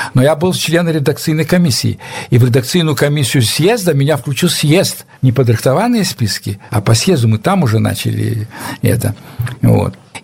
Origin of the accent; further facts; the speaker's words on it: Vawkavysk, Grodno Region, Belarus; moved away as an adult; also born or lived in Moscow; и никакого акцентования не было на том, что мы белорусы. У нас в семье размовляли, до речи, по-польску, а мы размовляли уже в русской школе по-русски, Волковыске в городе. А я потом закончил, поехал в Москву.